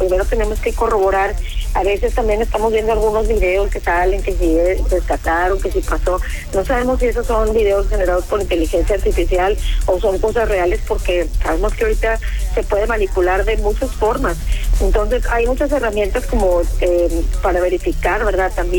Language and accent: Spanish; Mexico; Es nuestra naturaleza como mexicanos siempre tratar de ayudar al hermano, tratar de responder.